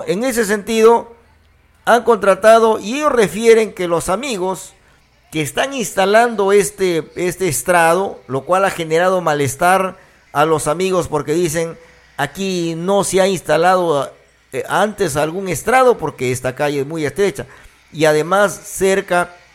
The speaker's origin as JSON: {"language": "Spanish", "country": "Peru"}